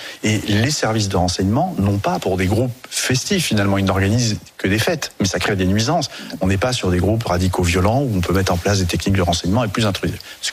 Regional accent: Centre-Val de Loire, France; puisque je suis originaire du département du Cher. Je connais bien cette zone.

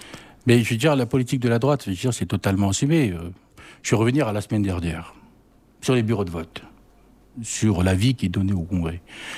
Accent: Thio, South Province, New Caledonia; born there; moved away as an adult; also born or lived in Nouméa

